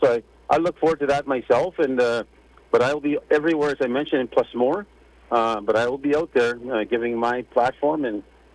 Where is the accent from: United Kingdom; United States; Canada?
Canada; we're part Canadian, so we're part of the country.